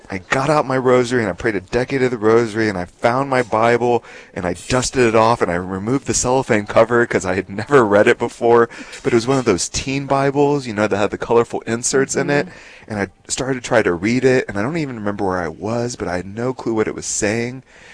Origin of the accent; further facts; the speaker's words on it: Texas, United States; So I grew up in Texas, and my family was not religious at that period of time. We went to church just because that's what good people in Texas did.